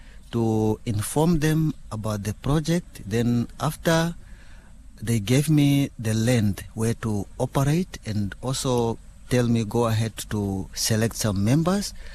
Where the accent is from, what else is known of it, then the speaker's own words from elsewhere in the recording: Kavango East, Namibia; So they collected us with my friends from each region. I was from Kavango East region.